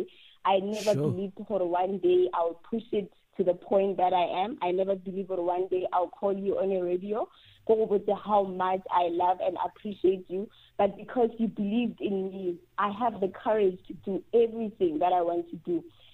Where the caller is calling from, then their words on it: Johannesburg, Gauteng, South Africa; I'm calling from Johannesburg.